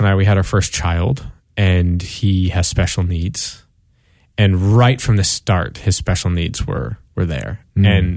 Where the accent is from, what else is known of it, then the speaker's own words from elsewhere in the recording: New Jersey, United States; I grew up in New Jersey. My dad's Jewish. My mom's Episcopalian. So of course, you know, when I became 21, you know, I became Catholic